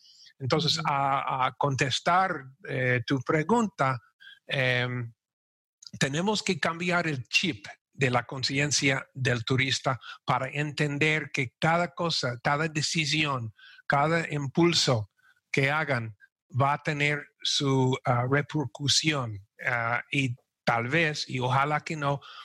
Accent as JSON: {"language": "Spanish", "country": "Costa Rica", "said": "viviendo en Costa Rica y siendo un tico."}